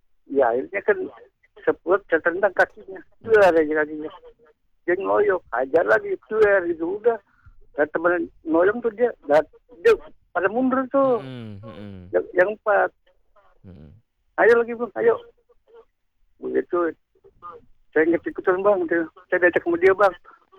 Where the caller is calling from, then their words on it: Menteng, Jakarta, Indonesia; Gue anak Menteng